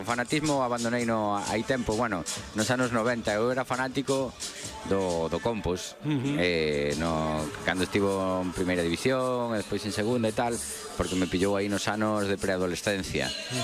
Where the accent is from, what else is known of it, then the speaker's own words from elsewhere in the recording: Monterroso, Galicia, Spain; Ante todo son do Monterroso, pero bueno, que teño moitos amigos aquí